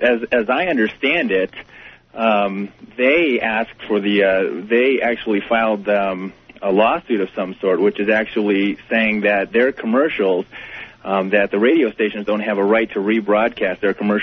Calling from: Flagstaff, Arizona, United States; I'm calling from Flagstaff, Arizona.

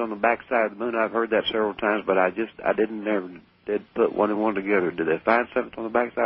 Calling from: Houston, Texas, United States; in Houston.

